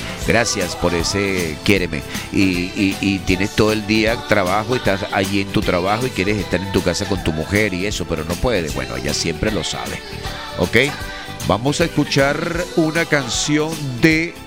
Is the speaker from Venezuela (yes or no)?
yes; Venezuela; como tú y como yo, venezolano